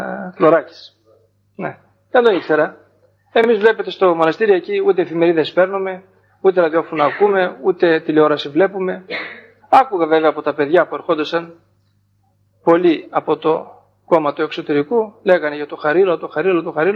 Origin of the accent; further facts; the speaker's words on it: Trikala, Thessaly, Greece; γιατί εμείς οι Θεσσαλοί, γιατί είναι και πατριώτης μου, είμαι Θεσσαλός, αν μιλάμε όπως δύο παφίτες από εσάς, θα μιλούν και άλλοι και επειδή δεν τον καταλαβαίνετε, έτσι και εμείς όταν μιλάμε δύο τρικαλινοί, δεν μας καταλαβαίνει κανείς Έλληνας.